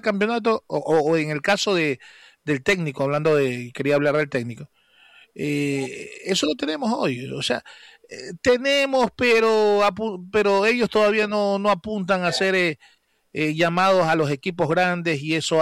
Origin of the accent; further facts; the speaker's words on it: Ecuador; nosotros somos ecuatorianos